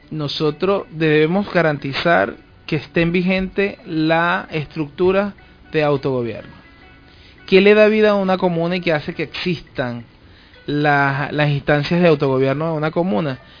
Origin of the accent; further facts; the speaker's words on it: Venezuela; los venezolanos somos un pueblo resiliente, un pueblo solidario y un pueblo que en las dificultades nos crecemos